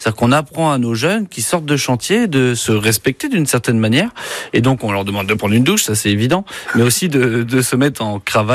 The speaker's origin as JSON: {"language": "French", "region": "Île-de-France", "country": "France", "tie": "born or raised there", "said": "J'avais ce souhait de voyager, de voir autre chose que ma région d'origine, l'Île-de-France."}